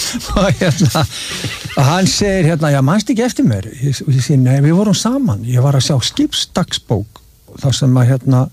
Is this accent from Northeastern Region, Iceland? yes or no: no; Reykjavík, Capital Region, Iceland; og hérna hann sagði hvaðan ertu og ég sagði ég Reykjavík